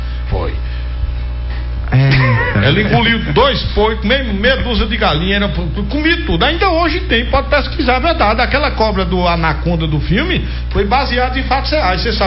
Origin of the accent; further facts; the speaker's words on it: Rurópolis, Pará, Brazil; born there; Tanto que Rurópis, a cidade que eu nasci, fazia parte do Amazonas, hoje faz parte do Pará.